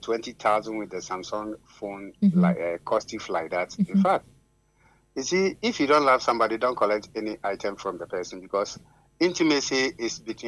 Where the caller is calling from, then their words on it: Western North, Ghana; I'm calling from Western North, BNA, to be precise.